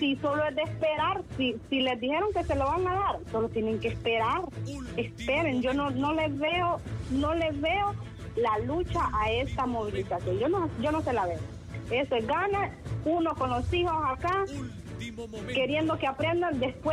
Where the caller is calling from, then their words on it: La Paz, Honduras; Le hablo de La Paz.